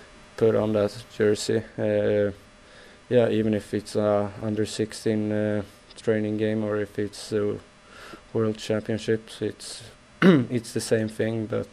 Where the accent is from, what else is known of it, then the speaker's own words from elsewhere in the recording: Västra Götaland, Sweden; My hometown is pretty close to Gothenburg, so even since I started to play, like, Frölunda's always been my team.